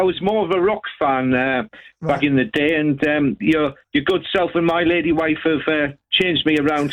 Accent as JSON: {"language": "English", "town": "Sunderland", "region": "North East England", "country": "United Kingdom", "moved": "yes", "lives_now": "Byfleet, United Kingdom", "said": "From Sunderland originally. Came down here in 1985."}